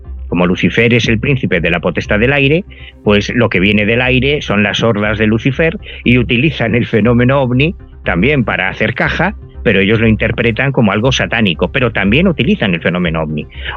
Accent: Spain; o yo soy español y podemos leer en castellano

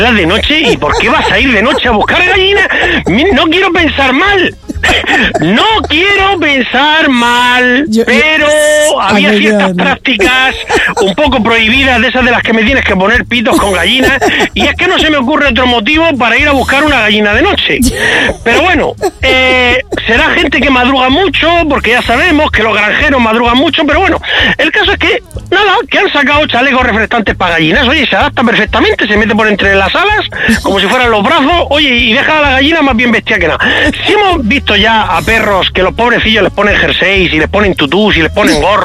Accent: Spain; siendo español de España con pedigrí

